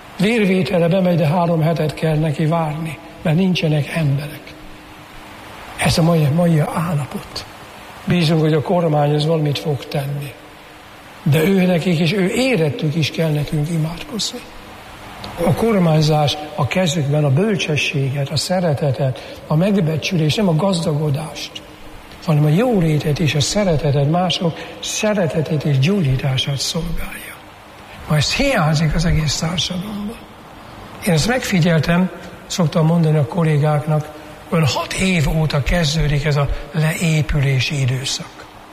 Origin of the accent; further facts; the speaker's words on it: Hungary; Még azt mondom, és magyar, hát az vagyok, magyar vagyok.